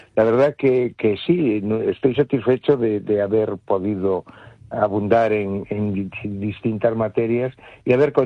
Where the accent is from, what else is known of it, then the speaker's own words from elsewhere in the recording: Chapela, Galicia, Spain; Pues porque yo soy de una zona donde hay periódicos abundantes y buenos, como es el Faro de Vigo. Yo soy de Chapela, donde tiene la sede Faro de Vigo.